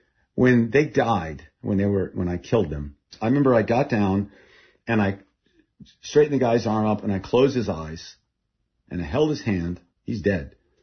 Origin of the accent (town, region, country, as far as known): Thailand; born or raised there; first language Thai; English is a second language; also born or lived in Texas, United States